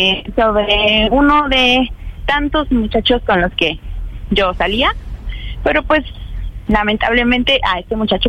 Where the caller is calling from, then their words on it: State of Mexico, Mexico; Tengo 33 años y soy del Estado de México.